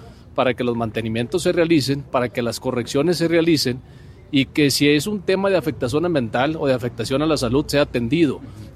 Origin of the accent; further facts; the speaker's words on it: Nava, Coahuila, Mexico; ahí en el municipio de Nava y en la región, yo soy originario de Nava